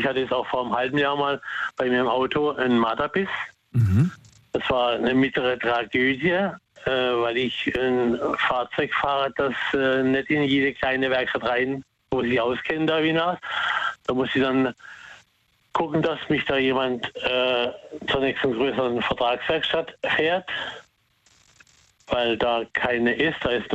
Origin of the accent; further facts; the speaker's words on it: Karlsruhe, Baden-Württemberg, Germany; also born or lived in Ettlingen; now in Muggensturm, Germany; Ich bin gebürtiger Karlsruher.